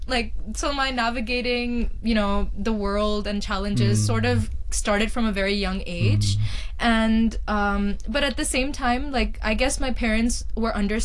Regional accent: Hong Kong; also born or lived in Punjab, India; I was born in Hong Kong and my childhood was in Punjab, India. I came to Hong Kong for preschool.

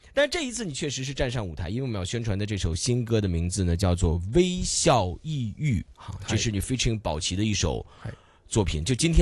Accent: Beijing, China; now in Hong Kong; 因为其实我自己从小是在北京长大，然后但是我来香港的时间跟在北京时间是差不多的，就刚好十七、十八年这样子，所以我基本上在两个城市。

